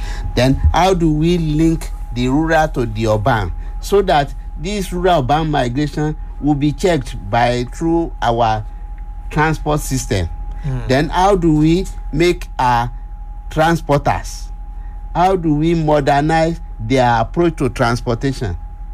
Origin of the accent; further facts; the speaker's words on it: Nigeria; as a Nigerian